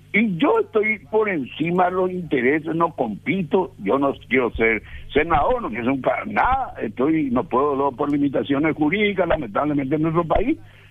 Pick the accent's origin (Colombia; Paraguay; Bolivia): Paraguay; Como colorado y como más como paraguayo, como colorado.